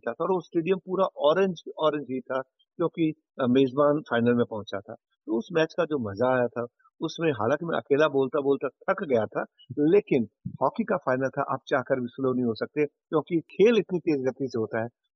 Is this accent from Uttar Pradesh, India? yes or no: no; Sri Ganganagar, Rajasthan, India; moved away; मैं श्री गंगानगर राजस्थान का रहने वाला हूँ, मैं हिंदी मीडियम में पढ़ा हूँ